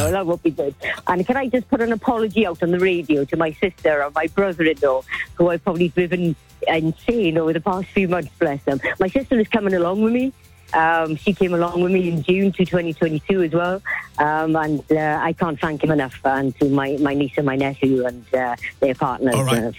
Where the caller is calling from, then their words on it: Aberdare, Wales, United Kingdom; I'm calling from sunny Aberdare in South Wales.